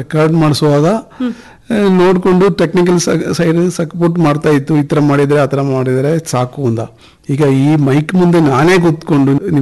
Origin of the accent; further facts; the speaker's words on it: Mahe, Puducherry, India; ನಾನು ಆಕ್ಚುಲಿ ಕೇರಳದಲ್ಲಿರುವ ಒಂದು ಚಿಕ್ಕ ಊರು ಮಾಹಿಯಿಂದ, ದಟ್ ಇಸ್ ಆಕ್ಚುಲಿ ಅದು ಕೇರಳದಲ್ಲಿ ಇದ್ದರೂ ಸಹ ಅದು ruled by remote ಪ್ಲೇಸಲ್ಲಿರುವ Pondicherry ruling ಮಾಡ್ತದೆ.